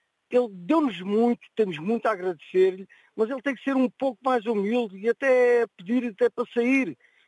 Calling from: Portugal; Portugal é Portugal e eu sou português, e assim é de morrer, que eu tenho 58 anos de idade

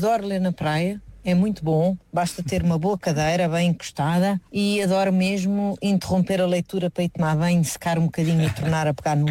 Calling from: Lisbon, Portugal; de Lisboa, até sou da RTP

